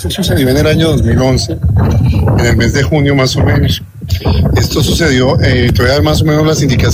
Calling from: Santa Marta, Magdalena, Colombia; actualmente vivimos en la ciudad de Santa Marta.

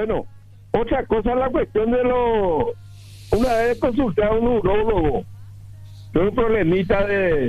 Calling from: Alberti, Buenos Aires Province, Argentina; Oyente de Alberti.

